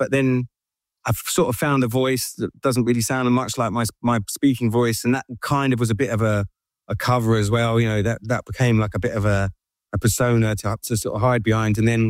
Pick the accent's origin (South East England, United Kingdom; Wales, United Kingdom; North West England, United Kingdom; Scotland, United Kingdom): South East England, United Kingdom; Eastbourne; We grew up in Eastbourne at the time.